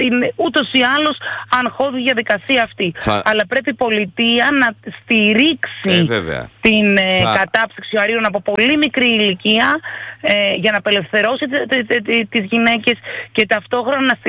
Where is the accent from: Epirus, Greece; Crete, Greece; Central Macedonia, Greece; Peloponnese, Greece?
Peloponnese, Greece; Ξέρετε, εγώ είμαι από τη Μεσσηνία.